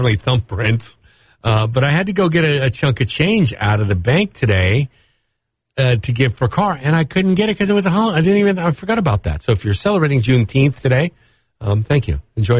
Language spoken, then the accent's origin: English; United States; I'm an American, man.